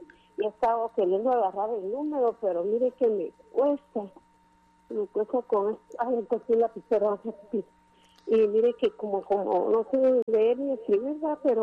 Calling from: Villa Nueva, Guatemala Department, Guatemala; De Búcaro.

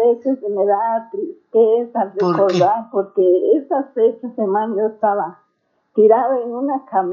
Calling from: San Bartolomé Milpas Altas, Sacatepéquez, Guatemala; yo le hablo de aquí, San Bartolomé, Milpas Altas.

